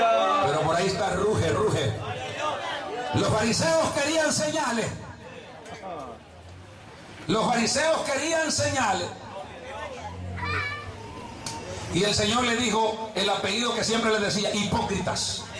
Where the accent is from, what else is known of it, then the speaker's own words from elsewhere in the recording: El Salvador; Soy salvadoreño